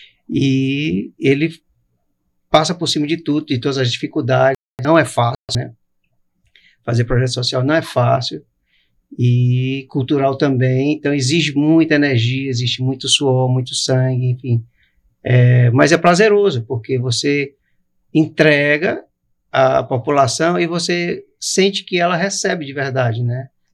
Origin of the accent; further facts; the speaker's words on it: Ceará, Brazil; now in Montese, Brazil; eu venho do bairro de Fátima